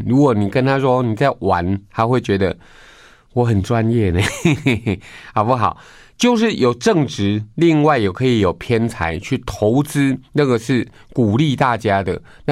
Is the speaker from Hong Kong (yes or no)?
no; Taiwan